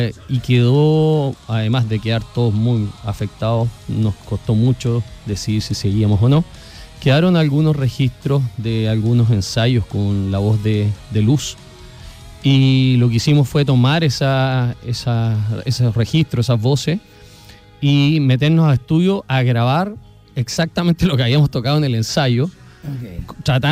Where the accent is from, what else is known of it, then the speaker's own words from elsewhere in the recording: Limache, Valparaíso, Chile; Como banda tenemos fuerte vinculación con Santiago, pero somos de Limache, la verdad. Somos una banda que nos autodenominamos una banda limachina.